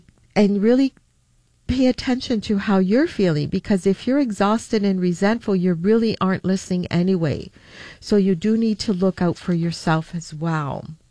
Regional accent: Italy; moved away; also born or lived in Halifax, Canada; one day I would love to get out to Nova Scotia because that's where we immigrated to from Italy in 1966 in Halifax, Nova Scotia, and I've always wanted to go down there.

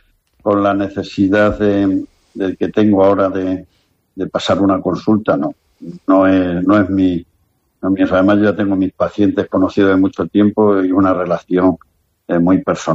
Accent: Extremadura, Spain; now in Llíria, Spain; Yo me siento extremeño, pero también miguelete, porque claro, 34 años tienen que dejarte algo, y más viviendo aquí

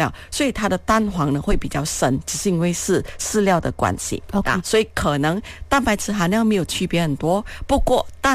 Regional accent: Malaysia; 那我们比如说我们马来西亚人如果去买蛋，超市就是零零种种的

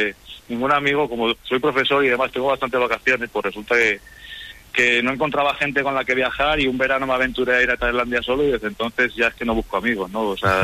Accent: Zamora, Castile and León, Spain; now in Barcelona, Spain; Yo soy de Zamora, pero vivo en Barcelona, llevo 13 años ya viviendo en Barcelona.

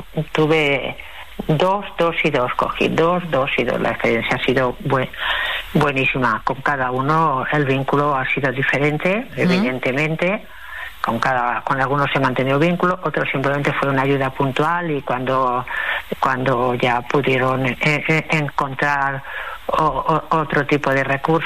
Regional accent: Badalona, Catalonia, Spain; la primera vez que yo volví a Badalona, yo soy de Badalona, pero he estado muchos años viviendo fuera de Badalona

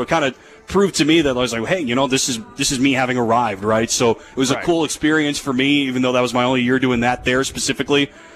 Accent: North Carolina, United States; moved away as an adult; back in my home state.

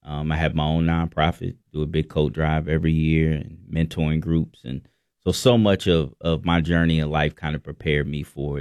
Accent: Lexington, Kentucky, United States; Lexington, Kentucky. Yep. My father was from Danville. My mother grew up in the housing projects here, Bluegrass, Aspendale. And so I grew up on the south side, the Tace Creek area, graduated from Tace Creek High School.

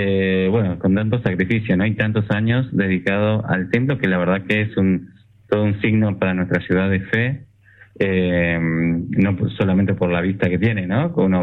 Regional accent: Pedro Luro, Buenos Aires Province, Argentina; moved away as an adult; now in Tres Arroyos, Argentina; yo tengo 40 años, bueno, como le decía, soy de Pedro Luro, y bueno, hace 6 años que estoy acá en Tres Arroyos

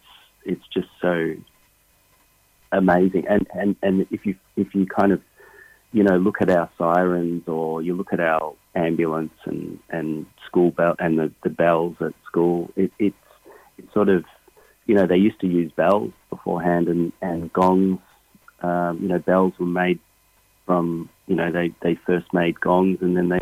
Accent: Australia; And I guess you can draw from being an Australian and, you know, the Aboriginal song lines to the Tibetan bowls.

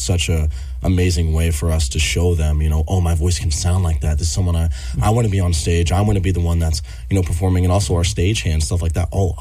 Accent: Kansas City, United States; now in Bemidji, United States; I'm from Kansas City, so a larger city, and moving to Bemidji has been such an eye-opener.

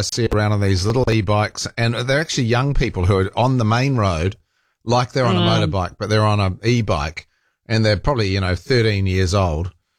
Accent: New Zealand; yes, I'm from New Zealand, aren't we awesome?

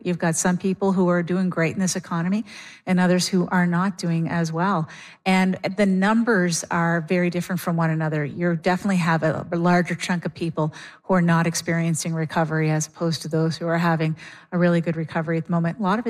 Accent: Canada; They know that they can pay less for us up here.

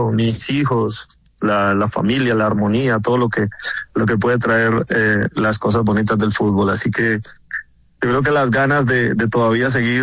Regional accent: Colombia; Sin embargo, pues como colombiano y como jugador de fútbol activo, tuve la ilusión y tuve el deseo de poder estar.

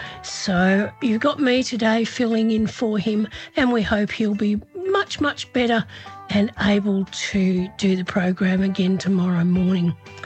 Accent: Horsham, Victoria, Australia; born or raised there

